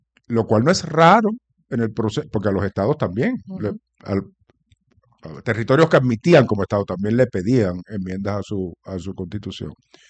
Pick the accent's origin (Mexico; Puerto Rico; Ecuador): Puerto Rico; somos los puertorriqueños los que decidimos cuántos representantes hay